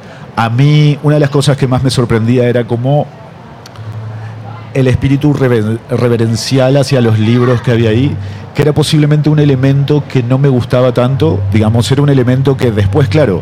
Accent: Diamante, Entre Ríos, Argentina; born there; Diamante, que es donde yo nací

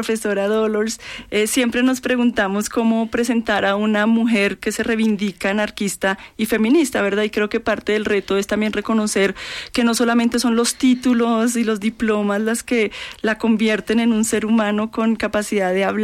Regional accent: Colombia; nosotros y nosotras como colombianas

